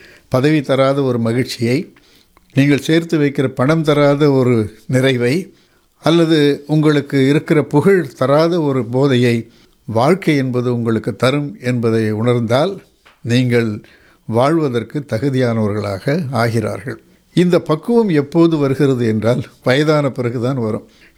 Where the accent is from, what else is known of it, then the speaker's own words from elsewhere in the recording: Ervadi, Tamil Nadu, India; moved away; எங்கள் சொந்த ஊருக்கு ஏர்வாடிக்கு செல்லுகிற போது